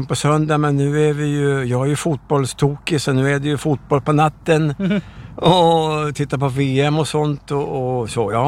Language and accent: Swedish; Kumla, Örebro County, Sweden; så vi hälsar på dem, för vi kommer från Kumla nämligen.